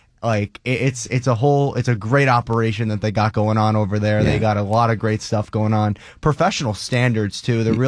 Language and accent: English; Mahwah, New Jersey, United States